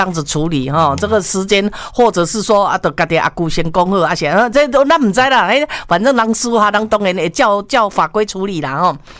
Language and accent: Chinese; Taiwan